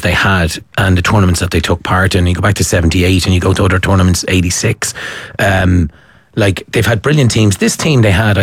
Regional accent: Ireland

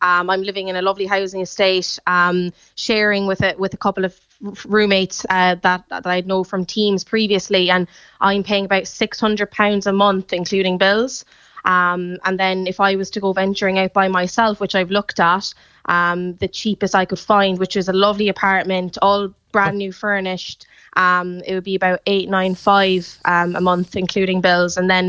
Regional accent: Cork, Munster, Ireland; moved away as an adult; now in United Kingdom; I'm originally from Cork.

